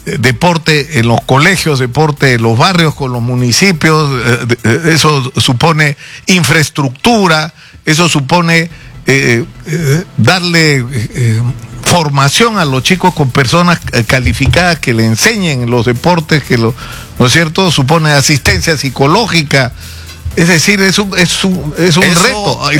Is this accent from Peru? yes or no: yes; Peru; yo creo que como los peruanos tenemos la mala costumbre de no querernos a nosotros mismos, no nos damos cuenta de lo que somos.